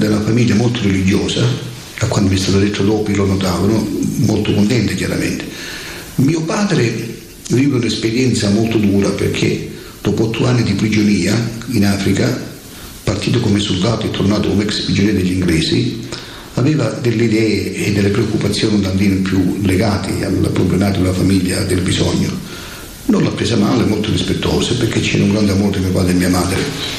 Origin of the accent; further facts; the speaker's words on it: Rossano Calabro, Calabria, Italy; Io sono originario di Rossano Calabro, nel mondo forse conosciuto soprattutto per il Codex Populus Rossanensis